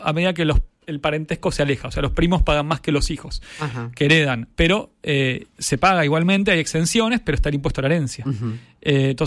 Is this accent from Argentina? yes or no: yes; Buenos Aires, Argentina; Iba a decir un pueblo en mi porque soy tan porteño, pero es una ciudad en la provincia de Buenos Aires.